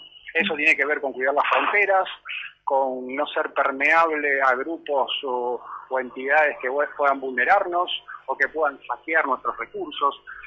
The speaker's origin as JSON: {"language": "Spanish", "country": "Argentina"}